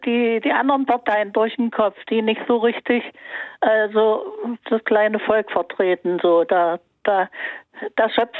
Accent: Dessau, Saxony-Anhalt, Germany; Aber es ist halt mein Land. Ich komme aus Dessau wie der Dieter Hallervorden und der spricht ja jetzt für die CDU.

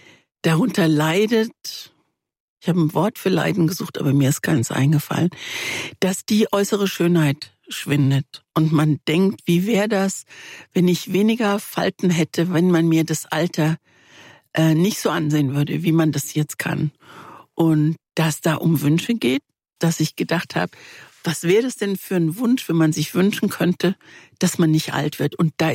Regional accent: Morocco; Ja, als Marokkanerin mit Französisch ist das lächerlich.

